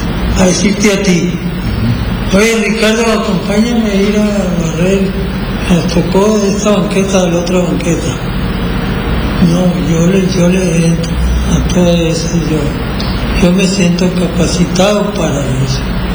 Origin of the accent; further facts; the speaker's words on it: Sonora, Mexico; moved away as an adult; also born or lived in Caborca, Sonora; now in Puerto Peñasco, Mexico; Yo soy de Ocotlán, Sonora, Yo nací en 1950 en Jehová.